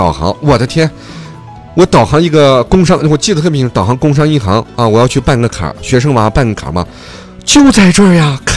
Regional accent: Northwest China, China; 咱们西北人说红红，

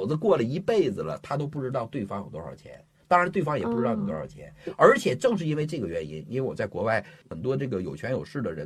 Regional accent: China; 我们中国人

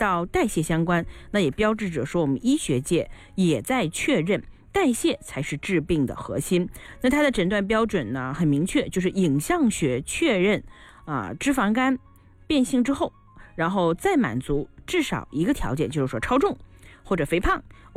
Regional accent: China

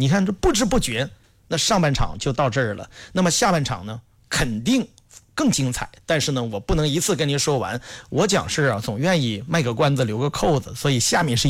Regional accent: Yingkou, Liaoning, China; 营口人就是咱这个地方啊

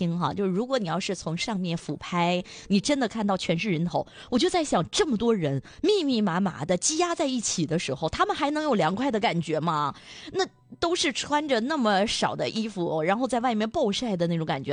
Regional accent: Jilin, China; born or raised there; moved away

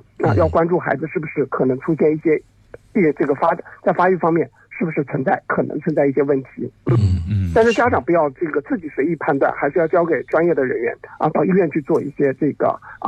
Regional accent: China; 虽然我们中国人可能经常会说贵人语迟

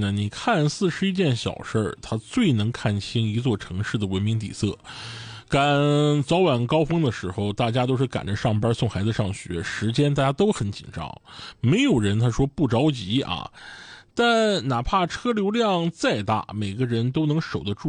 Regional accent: Dalian, Liaoning, China; 也是咱们大连人自带的修养啊。

